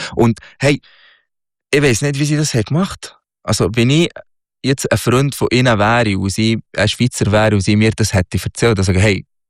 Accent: Egypt; German is a second language; moved away as an adult; now in Switzerland

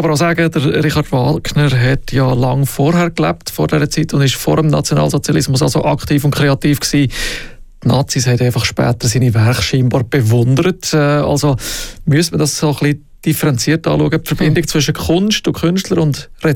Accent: Bern, Switzerland; also in meiner alten Heimat, eigentlich im Berner Oberland

